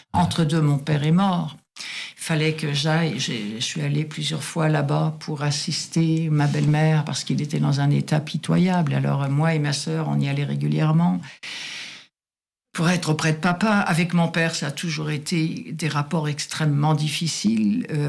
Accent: France; accent: French; now in Canada; Il y avait quelqu'un qui ne m'aimait pas, puis qui n'aimait pas mon accent français. Ça, j'ai eu beaucoup de mal avec ça ici au Québec.

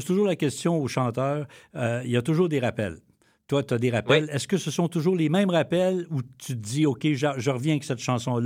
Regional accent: Saint-Jean-de-Brébeuf, Quebec, Canada; moi, je viens de Saint-Jean-de-Brébeuf, qui est pas loin de Victo. On dit pas Victoriaville, on dit Victo.

